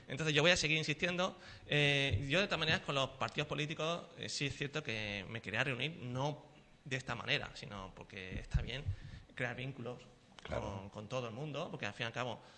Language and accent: Spanish; Sanlúcar de Barrameda, Andalusia, Spain